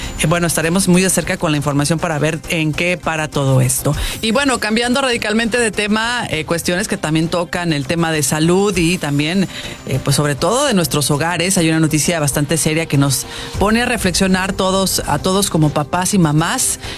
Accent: Sinaloa, Mexico; en mi tierra decía, le prendió al chamaco la vacuna

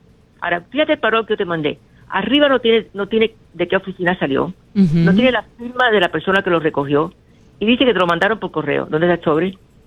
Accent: New York, United States; born there; also born or lived in Cuba; A mí me trajeron de Cuba en el año 62. Yo tenía 8 años. Yo me crié en Nueva York. Es otro sistema de vida ahí arriba.

